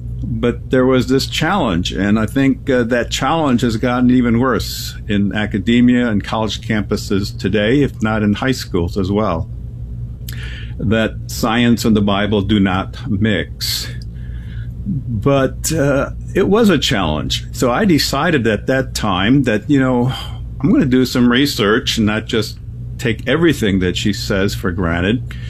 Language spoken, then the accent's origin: English; Chicago, Illinois, United States; first language German; also born or lived in Cologne, Germany; So my dad took us all, the three of us immigrated to Chicago. And that is basically where I grew up. My mom says when I was younger, I could only speak German. That's what I learned from my parents because they were both Germans, immigrants.